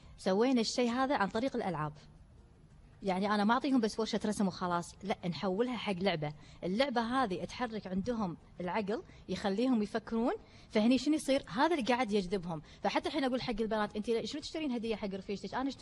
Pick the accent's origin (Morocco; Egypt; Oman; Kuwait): Kuwait; إحنا ديرتنا